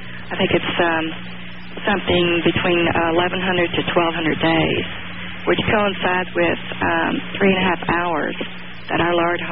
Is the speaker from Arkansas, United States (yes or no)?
no; Dallas, Texas, United States; from Dallas.